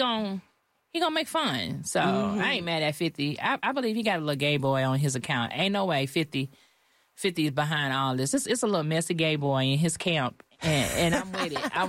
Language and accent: English; Texas, United States; Yeah, but I'm from Texas, baby. This is how we talk.